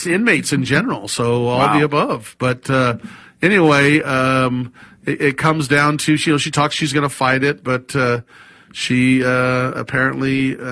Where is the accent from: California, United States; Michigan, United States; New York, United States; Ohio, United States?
California, United States; Sacramento; I grew up in Sacramento. Back when it was, you know, those newer houses in the early 60s, and they were building these new houses, and then there was these farms on the outside.